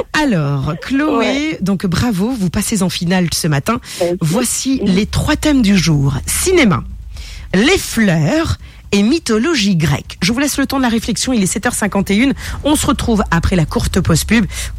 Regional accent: Mauritius; Qu'appelle-t-on la coriandre chez nous, à Maurice?

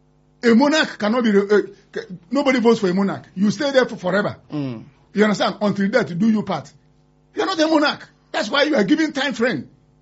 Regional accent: Nigeria; I'm a Nigerian and I love this country.

